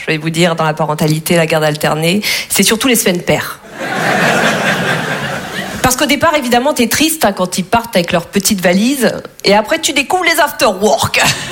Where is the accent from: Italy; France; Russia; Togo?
Russia; Oh, j'ai dit, bon, non, moi, je suis russe, ça me dérange pas.